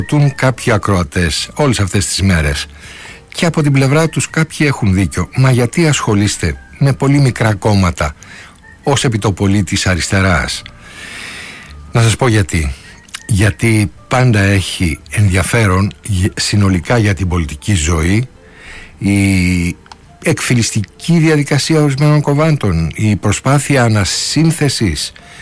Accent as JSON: {"language": "Greek", "region": "Western Greece", "country": "Greece", "said": "η καταγωγή σας είναι από κάτω, από την πατρίδα μου δηλαδή"}